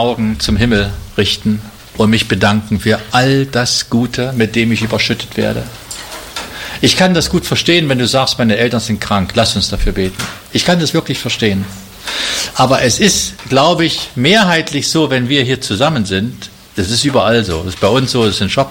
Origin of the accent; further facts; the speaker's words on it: Jena, Thuringia, Germany; Ich fahre ab und zu die A4, komme an meiner alten Heimatstadt vorbei, Jena.